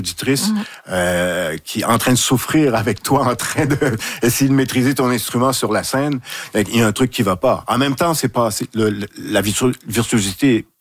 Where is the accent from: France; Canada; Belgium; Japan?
Canada; Saguenay, Quebec; C'est, ouais, c'est le milieu d'où je viens. Je viens de Saguenay. J'ai été éduqué, élevé à côté de l'usine d'Alcan. Tous mes copains, mes copines, c'était des fils d'ouvriers, filles d'ouvrières.